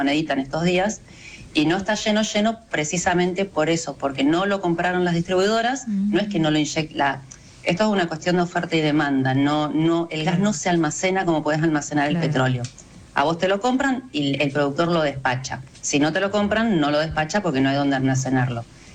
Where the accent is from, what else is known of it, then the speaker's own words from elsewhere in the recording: Argentina; somos argentinos